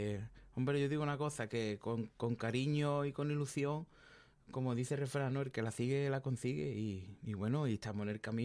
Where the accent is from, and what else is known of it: Jerez de la Frontera, Andalusia, Spain